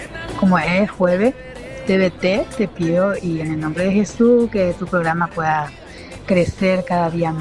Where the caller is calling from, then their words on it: Capiatá, Central, Paraguay; de Capieta.